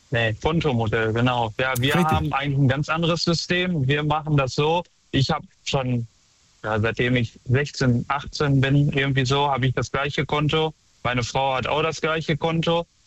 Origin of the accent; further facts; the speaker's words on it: Unna, North Rhine-Westphalia, Germany; Ja, ich komme aus Unna, das ist bei Dortmund.